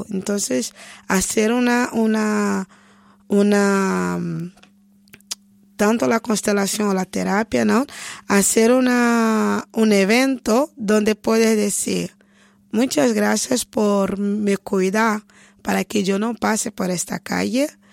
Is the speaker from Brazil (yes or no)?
yes; Brazil; primero me ven una mujer africana y después que digo que soy brasileña, que me escuchan hablar, que viene esta idea de latinidad brasileña